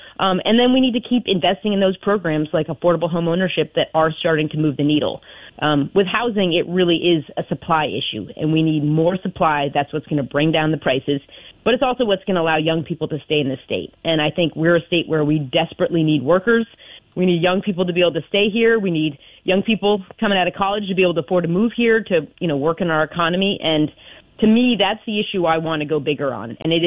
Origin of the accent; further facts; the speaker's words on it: Maine, United States; it's an issue I've worked on in my hometown where I grew up, where young people couldn't afford to buy a house 20 years ago because it's a coastal town where lots of summer people came in and bought it up.